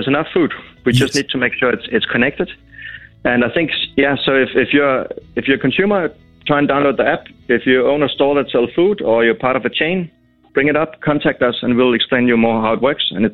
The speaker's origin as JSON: {"language": "English", "country": "Denmark", "moved": "yes", "lives_now": "South Africa", "said": "Denmark, but I lived here the last 6 years, and we think it's a great place to be in South Africa."}